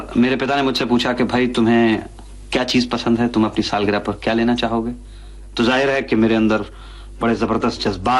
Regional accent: Ludhiana, Punjab, India; मैं लुधियाने का रहने वाला हूं, खुली छतें होती हैं वहां पे, तो छत के ऊपर हम सोते थे।

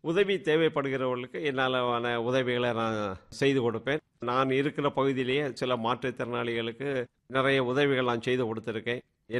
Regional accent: Marungur, Tamil Nadu, India; born there; நான் பிறந்த ஊர் வந்து மருங்கூர்.

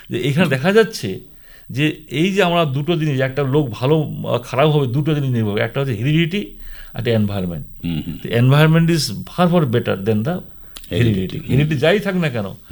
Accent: India

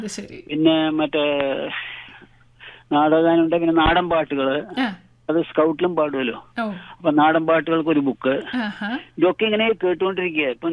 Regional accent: Palakkad, Kerala, India; കൽപ്പാത്തിയിലെ താമസം.

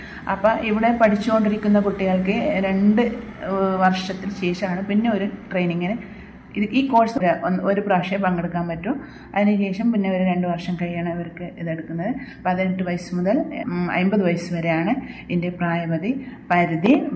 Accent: Andhra Pradesh, India; now in Kerala, India; ഞാൻ ആന്ധ്രത്തിൽ നിന്നാണ് വരുന്നത്.

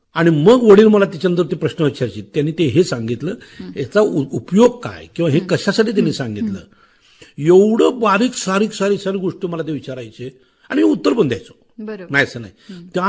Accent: Ajara, Maharashtra, India; आमच्याकडे आजऱ्याला एक ग्रंथालय आहे, जे पटवर्धन सरकार इचलकरंजी त्यांनी केलेलं आहे. ते त्यांचं संस्थान होतं, आमचं गाव त्यांचं संस्थान होतं.

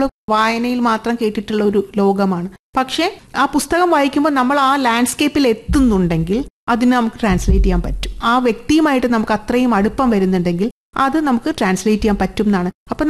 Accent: Kerala, India; ജപ്പാൻകാരിയല്ല, ജപ്പാനിൽ പോയിട്ടില്ല. അപ്പൊ ഞാൻ എത്ര ഇനി അങ്ങനെ ശ്രമിച്ചിട്ടും കാര്യമില്ല. അതുകൊണ്ട് ഞാനൊരു മലയാളി സ്വത്വത്തിൽ നിന്നുകൊണ്ട്

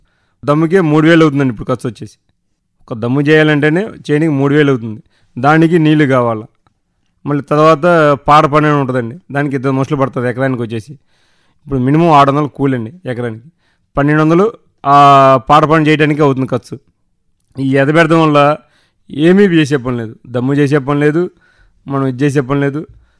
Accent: Jonnalagadda, Andhra Pradesh, India; మాది జొన్నలగడ్డ గ్రామం, గుంటూరు రూరల్ మండలం, గుంటూరు డిస్టిక్.

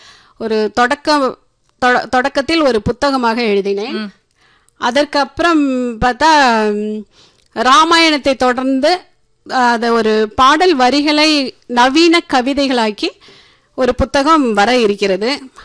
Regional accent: Valparai, Tamil Nadu, India; நான் பிறந்து வளர்ந்ததெல்லாம் வால்பாறை பக்கத்தில் இருக்கிற ஷேக்கில் முடி அப்படிங்கிற எஸ்டேட்ல தான் பிறந்து வளர்ந்தேன்.

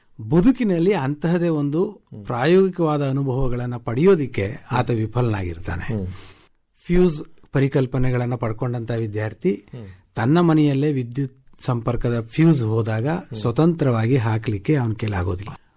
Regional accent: Mandya district, Karnataka, India; ನಾನು ಮೂಲತಃ ಮಂಡ್ಯ ಜಿಲ್ಲೆಯ ನಿವಾಸಿ

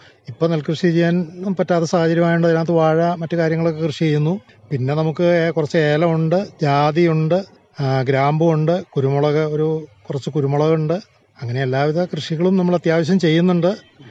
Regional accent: Idukki district, Kerala, India; പിതാജി ഇവിടെ ഒരു 10-15 വയസ്സ് ഉള്ള സമയത്ത് വന്നതാണ്. ഞാനൊക്കെ ഇവിടെ ജനിച്ചു വളർന്നതാണ്.

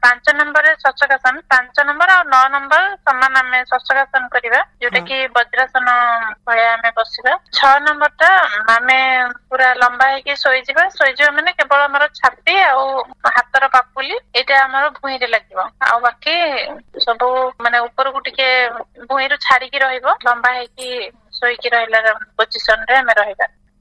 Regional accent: Balasore, Odisha, India; ଆମ ଘର ବାଲେଶ୍ୱର।

